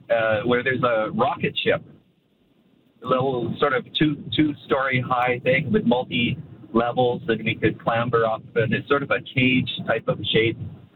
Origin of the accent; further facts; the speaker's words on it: Red Deer, Alberta, Canada; I thought back to when I was a kid, and we would, as a family, growing up in Red Deer